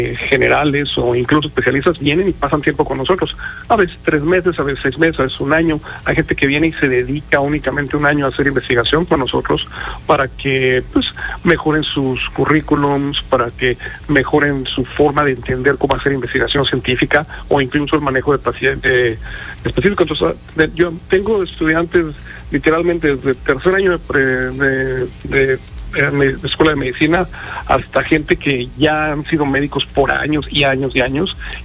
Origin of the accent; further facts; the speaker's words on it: Mexico; moved away as an adult; yo le pago a México lo que México hizo por mí, ¿no? Yo cuando terminé mi escuela de medicina me salí de México y ya nunca regresé